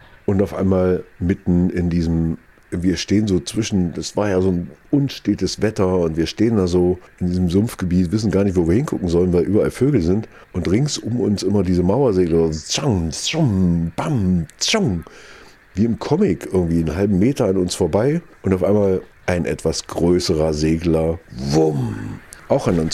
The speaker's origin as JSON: {"language": "German", "region": "Bavaria", "country": "Germany", "moved": "yes", "lives_now": "Halle, Germany", "said": "Der Frank, die Arela und ich, wir sind aus Halle nach Franken gefahren. Denn wie das so ist, wenn Menschen sozusagen in Städten irgendwann mal ihre Jobs bekommen, dann ist man ja so zusammengewürfelt und hat natürlich trotzdem irgendwie eine Herkunft, also wo man auch aufgewachsen ist."}